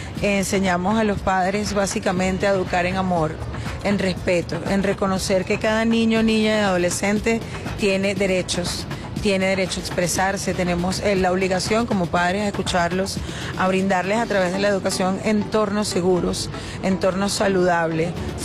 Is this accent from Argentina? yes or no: no; Capital District, Venezuela; yo, como líder comunitario, que nací y me crié en la Cota 905